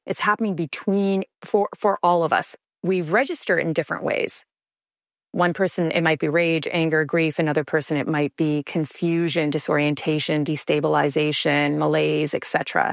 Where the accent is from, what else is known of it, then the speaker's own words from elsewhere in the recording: Canada; So I would have never thought I'm a Canadian. I would have never thought that our relationship with the U.S. would become destabilized.